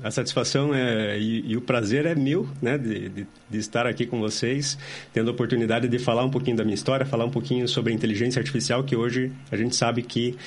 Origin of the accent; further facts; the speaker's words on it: São José dos Pinhais, Paraná, Brazil; São José dos Pinhais, nascido e criado em São José dos Pinhais, pertinho daqui, né? Estudei em São José, fiz minha faculdade em Curitiba, mas sempre aqui pela região.